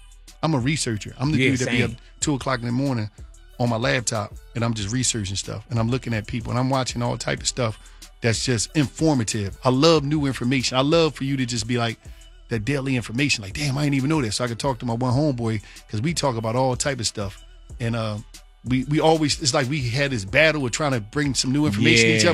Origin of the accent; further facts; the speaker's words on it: Philadelphia, Pennsylvania, United States; I'm from Philly